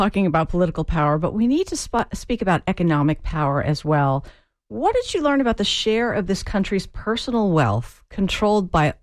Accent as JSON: {"language": "English", "region": "Texas", "country": "United States", "said": "My home state of Texas is one that offers a deal to seniors who own their own homes."}